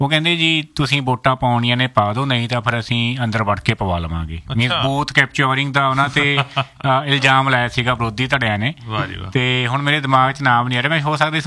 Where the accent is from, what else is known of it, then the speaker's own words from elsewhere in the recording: Punjab, India; ਉਸ ਟਾਈਮ ਦੇ ਵਿੱਚ ਮੈਂ ਪੰਜਾਬ ਦੇ ਵਿੱਚ ਹੀ ਸੀਗਾ, ਤੇ ਕਿਉਂਕਿ ਆਪਣੇ ਪਿੰਡ ਨੂੰ ਮੇਨ ਜਿਹੜਾ ਸ਼ਹਿਰ ਲੱਗਦਾ ਉਹ ਸਮਾਣਾ ਹੀ ਲੱਗਦਾ ਜੀ।